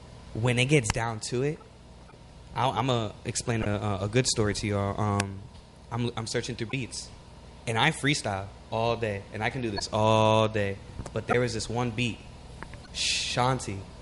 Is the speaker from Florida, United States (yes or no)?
yes; Florida, United States; I grew up in Florida.